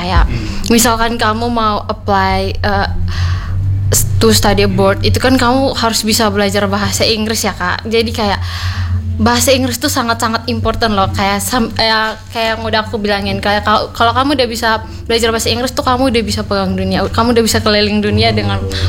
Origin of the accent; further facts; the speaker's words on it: Ende, East Nusa Tenggara, Indonesia; Kayak NTT tuh gini loh, ND tuh, aku kan dari ND tuh gini, punya ini gitu.